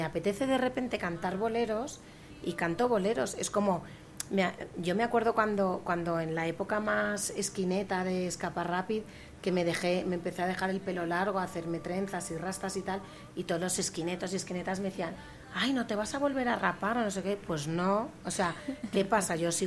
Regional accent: Valencia, Valencian Community, Spain; en el Teatro Thalía en Valencia, dos días seguidos que llenamos, que fue maravilloso, porque fue en mi tierra, ¿sabes? En mi ciudad

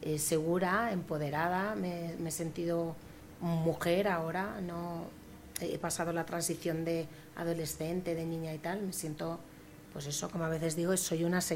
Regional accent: Valencia, Valencian Community, Spain; en el Teatro Thalía en Valencia, dos días seguidos que llenamos, que fue maravilloso, porque fue en mi tierra, ¿sabes? En mi ciudad

